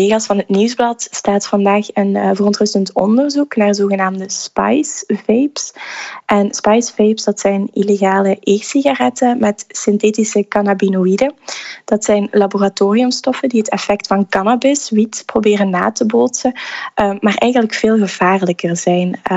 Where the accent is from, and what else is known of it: Belgium